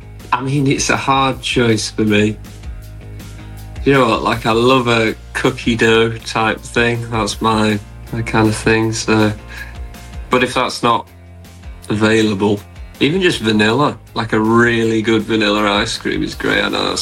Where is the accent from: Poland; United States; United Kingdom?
United Kingdom; Macclesfield, North West England; we grew up outside of Manchester, so it's like this tiny little town called Macclesfield.